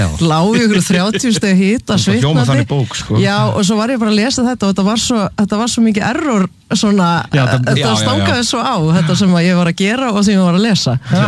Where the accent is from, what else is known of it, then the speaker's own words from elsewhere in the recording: Sweden; Ég með ólst upp í Svíþjóð að hluta til og þar var ég í bókaklúbi sem var bara hestabækur af því ég var í hestamönsku því ég bjóð þar